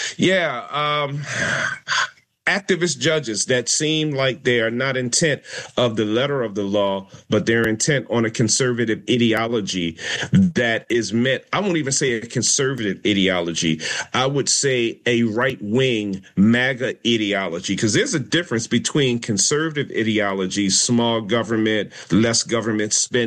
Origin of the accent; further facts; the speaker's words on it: Maryland, United States; Big ups to my home state, Maryland.